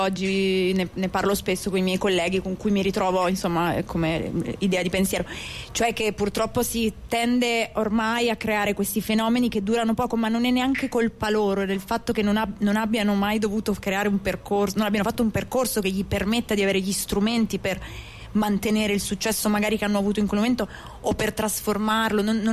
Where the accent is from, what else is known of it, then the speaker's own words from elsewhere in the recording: Turin, Piedmont, Italy; io sono di Torino, quindi sono un po' strega, sono un po' esoterica, insomma ce l'ho un po' nel sangue l'esoterismo